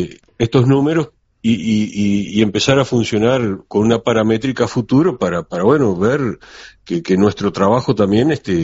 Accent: Nueva Palmira, Colonia, Uruguay; Yo soy de acá de Nueva Palmira, digo, en la zona del oeste de Colonia, el litoral

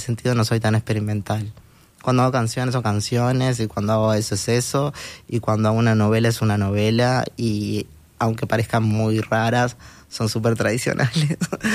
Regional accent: Tacuarembó, Uruguay; moved away; also born or lived in Montevideo, Uruguay / Buenos Aires, Argentina; yo soy de Tacuarembó, entonces como que soy de ahí, ya sé que en algún momento voy a venir a Montevideo. Cuando estaba en Montevideo sabía que tenía que irme y nunca pensé que iba a volver a Uruguay.

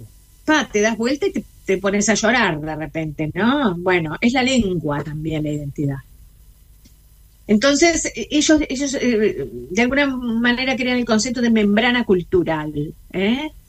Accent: Uruguay; Uruguay es un país del que vengo yo. Yo soy uruguaya.

